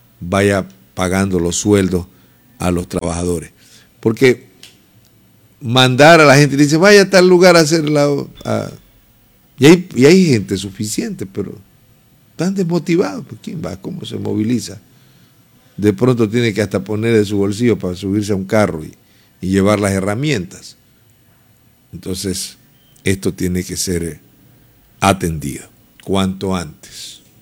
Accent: Esmeraldas, Ecuador

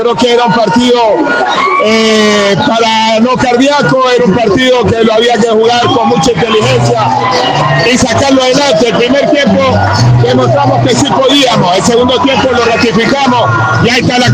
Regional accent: Esmeraldas, Ecuador; un saludo, perdón, a todo mi pueblo meraleño

